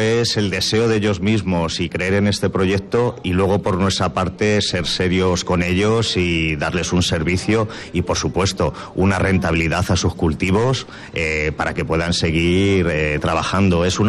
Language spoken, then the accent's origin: Spanish; Castilla-La Mancha, Spain; now in Huelva, Spain; Porque yo de origen soy, por ejemplo, manchego, y en mi tierra sí hay sequía